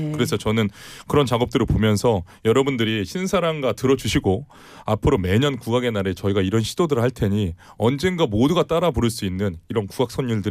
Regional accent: South Korea; 제가 한국 사람인데도 불구하고

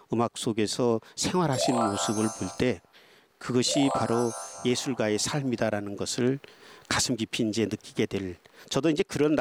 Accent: Boseong, South Jeolla, South Korea; 저희 그 고향 마을이 그 전남 보성군 회천면인데요.

